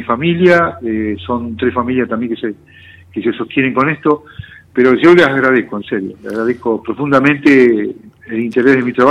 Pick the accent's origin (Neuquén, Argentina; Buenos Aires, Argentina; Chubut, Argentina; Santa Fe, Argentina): Neuquén, Argentina; Y yo tengo, si yo vengo de Neuquén, en Neuquén tengo en el barrio Melipal tengo un dinosaurio